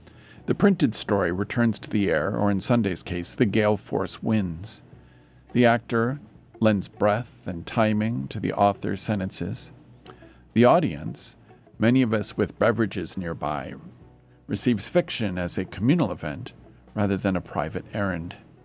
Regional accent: Washington, District of Columbia, United States; now in Davis, United States; I grew up in Washington, D.C., in the shadow of the National Mall, the Kennedy Center for the Performing Arts, and the 930 Club. Now that I live in Davis and move often between Davis and Sacramento

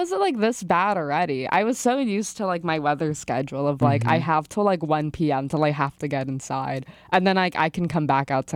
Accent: California, United States; born and raised California, like, this is home.

